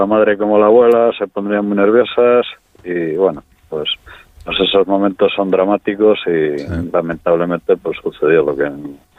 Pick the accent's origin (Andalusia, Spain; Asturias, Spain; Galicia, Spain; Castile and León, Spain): Castile and León, Spain; Venta de Baños; Yo, mira, soy nacido aquí en Venta de Baños, lo conozco todo eso